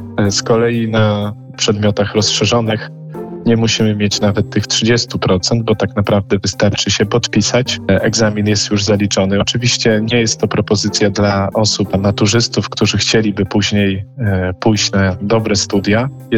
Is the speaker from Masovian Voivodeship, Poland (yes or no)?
yes; Warsaw, Masovian Voivodeship, Poland; Tak, oczywiście chodziłem do kościoła parafialnego Świętej Rodziny na Zaciszu.